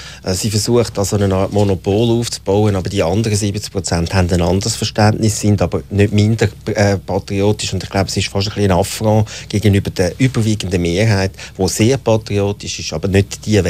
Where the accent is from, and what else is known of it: Switzerland